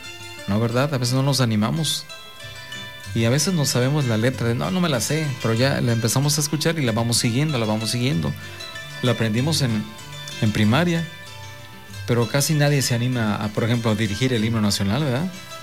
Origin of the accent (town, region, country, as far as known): Mexico